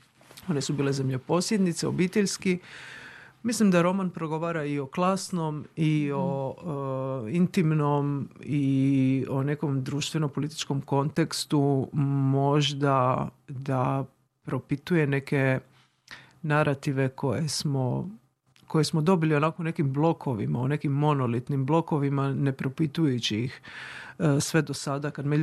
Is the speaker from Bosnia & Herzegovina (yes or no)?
no; Trogir, Split-Dalmatia County, Croatia; also born or lived in Zadar; now in Dubrovnik, Croatia; Ja sam Trogirka, rodom sad živim u Dubrovniku, živjela sam u Zadru.